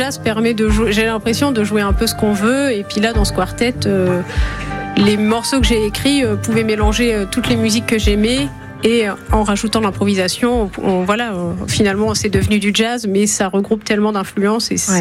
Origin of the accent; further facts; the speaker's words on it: Normandy, France; Ils ont entendu parler de la Normandie et de chez moi